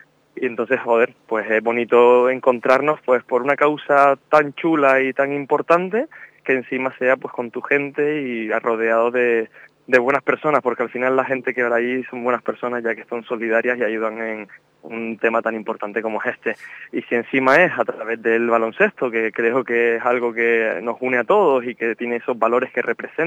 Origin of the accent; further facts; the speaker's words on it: Canary Islands, Spain; moved away; me encantaría algún día volver a mi tierra